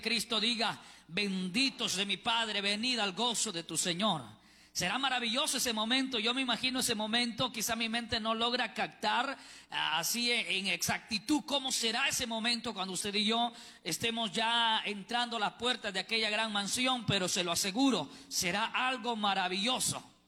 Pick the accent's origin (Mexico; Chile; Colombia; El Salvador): El Salvador; Todos nosotros somos salvadoreños